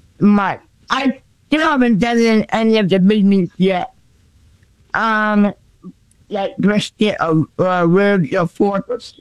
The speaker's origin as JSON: {"language": "English", "region": "New England", "country": "United States", "said": "So I'm from New England."}